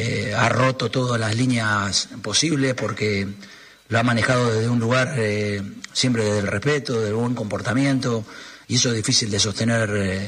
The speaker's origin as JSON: {"language": "Spanish", "country": "Argentina", "said": "Agradecerle como argentino todo lo que nos dio"}